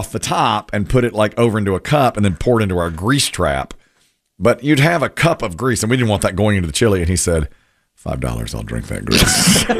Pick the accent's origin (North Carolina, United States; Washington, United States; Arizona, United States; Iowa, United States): North Carolina, United States; Asheboro; I grew up in Ashboro